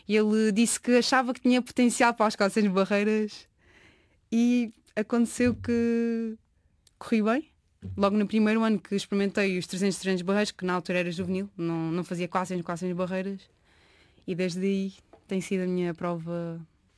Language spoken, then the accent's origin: Portuguese; Pombal, Centro, Portugal; moved away as an adult; now in Lisbon, Portugal; É o meu primeiro ano a viver em Lisboa durante o ano todo, que eu sou de Pombal.